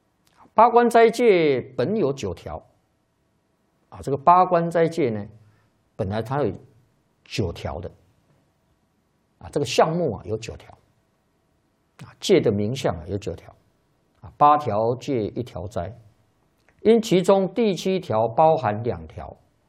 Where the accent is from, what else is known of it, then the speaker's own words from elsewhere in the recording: China; 社会上的人士啊，是我们中国人啊，大概就会想到西游记